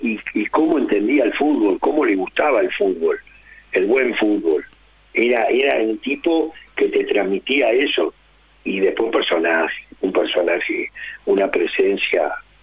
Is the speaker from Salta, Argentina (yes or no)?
no; Ramos Mejía, Buenos Aires Province, Argentina; yo nací en Ramos Mejía